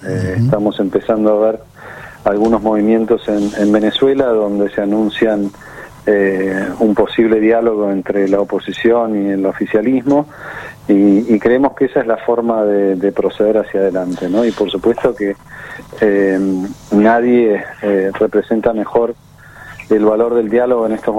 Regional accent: Argentina; me parece que como argentinos es un enorme regalo tener la posibilidad de, aunque sea por tres días, tener a un papa en la región, tener un papa en Argentina

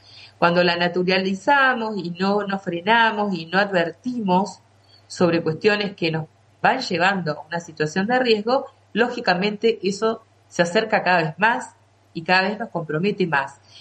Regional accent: Argentina; los argentinos hemos sido siempre un pueblo que se ha caracterizado por el respeto, la tolerancia, la confraternidad, el asimilar al que viene de afuera, al que es distinto

